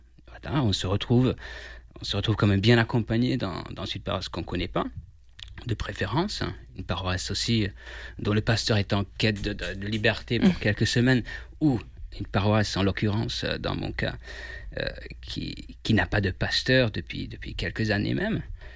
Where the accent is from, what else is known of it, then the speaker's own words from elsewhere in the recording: Hungary; French is a second language; moved away as an adult; now in France; Moi je suis d'origine hongroise et ça fait bientôt 4 ans que je suis en France. Je suis arrivé dans le cadre d'un échange étudiant Erasmus en août 2022, puisque avant j'étais étudiant à la faculté luthérienne de théologie de Budapest